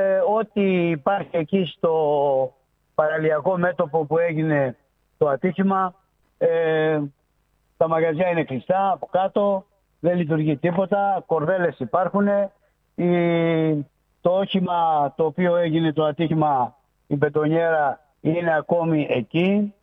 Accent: Greece; μας ενοχλεί σαν Έλληνες.

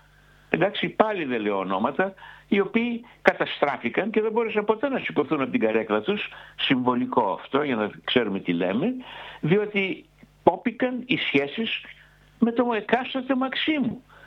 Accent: Thessaloniki, Central Macedonia, Greece; ποντιακής καταγωγής σαν και εμένα και μάλιστα από την πατρίδα μου τη Θεσσαλονίκη

